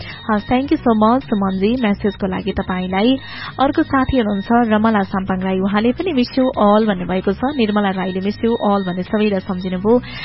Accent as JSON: {"language": "Nepali", "town": "Taplejung", "region": "Koshi Province", "country": "Nepal", "tie": "born or raised there", "said": "मेरो घर ताप्लेजुङ हालिवेदेखि हो।"}